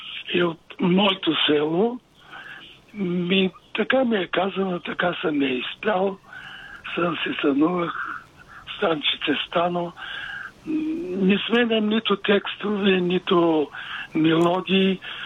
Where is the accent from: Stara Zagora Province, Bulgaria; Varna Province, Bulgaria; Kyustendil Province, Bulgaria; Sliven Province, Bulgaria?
Stara Zagora Province, Bulgaria; also born or lived in Haskovo; now in Plovdiv, Bulgaria; моите песни са всичките от родното ми село Тракия, Старозагорско.